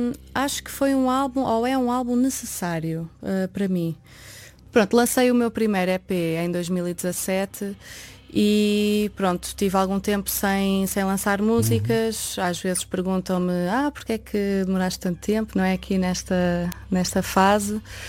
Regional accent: Lisbon, Portugal; moved away as an adult; now in Porto, Portugal; sou de Lisboa, estou cá há 3 anos, até vim para cá para fazer um mestrado em som

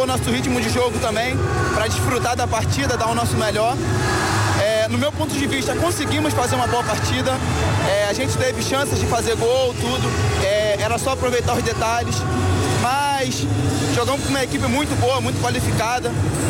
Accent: Brazil; Eu vim do Brasil, joguei no Vasco, lá tem bastante confrontos com essa atmosfera

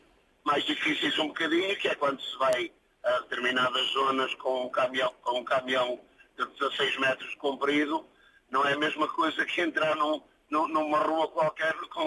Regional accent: Guimarães, Braga, Portugal; Guimarães. Nasci criado.

